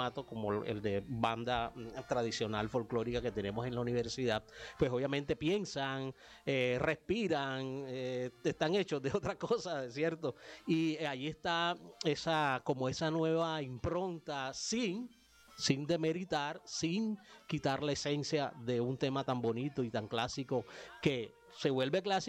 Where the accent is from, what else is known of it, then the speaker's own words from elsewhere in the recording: Córdoba, Colombia; nos identifica a los cordobeses, a los caribes, a los colombianos